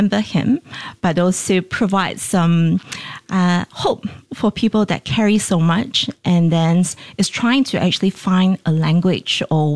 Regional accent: Malaysia; also born or lived in Pahang; I grew up in Malaysia.

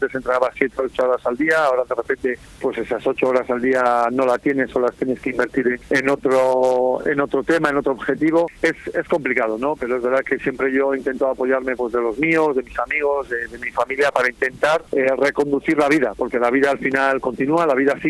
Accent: Los Corrales de Buelna, Cantabria, Spain; also born or lived in Torrelavega; Sí, eso es. Nací en Torrelavega. ¿Mm? Y rápidamente fui a los Corrales de Buelna, cuna del balonmano también.

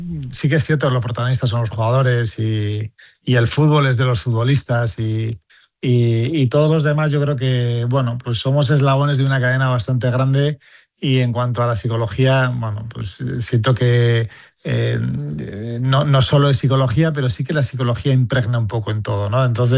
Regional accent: Pamplona, Navarre, Spain; moved away; Sí, bueno, yo me fui pronto de Pamplona.

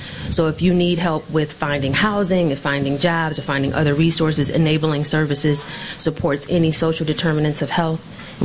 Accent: Detroit, Michigan, United States; but I'm also a proud Detroiter, born and raised in Detroit.

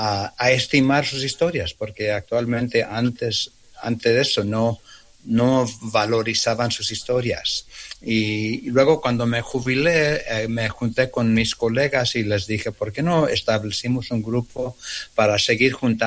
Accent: Mexico; now in United States; Sí, pues muchos de nosotros somos migrantes. Llegamos de México, de otros países, y este país no siempre nos ha valorizado

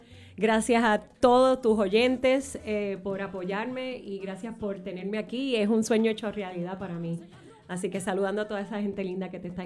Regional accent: San Juan, Puerto Rico; born there; empezó en San Juan, Puerto Rico. En Santurce, yo nací en Santurce

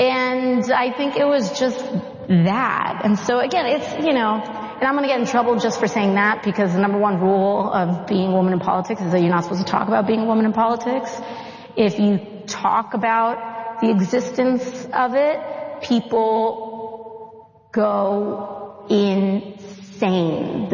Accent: Bronx, New York, United States; And of course, I'm Latina. And so, and I'm from the Bronx.

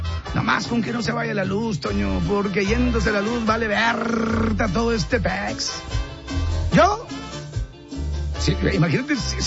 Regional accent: northern Mexico, Mexico; Así decimos en el norte, mija, para la gente que nos escucha en otro lado.

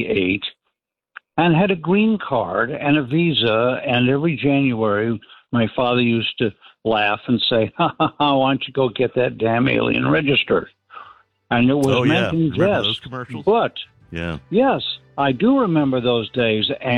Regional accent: Norwalk, United States; born there; And I've been here all my life.

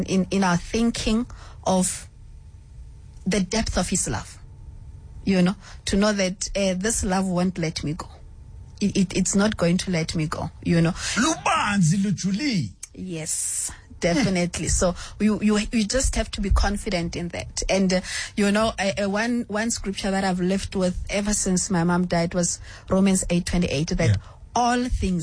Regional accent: Kimberley, Northern Cape, South Africa; also born or lived in Pampierstad; I was born in Pampristad. And then when my mom died, I went to Kimberley. Then I stayed with my dad and my stepmother.

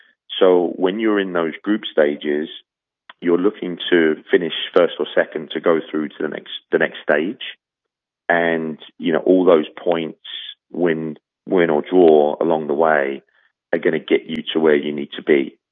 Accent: England, United Kingdom; as an Englishman

